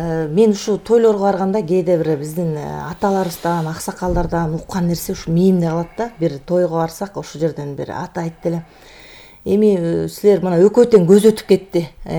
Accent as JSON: {"language": "Kyrgyz", "region": "Talas Region", "country": "Kyrgyzstan", "said": "Экөөбүз Таластанбыз бир жерден биз."}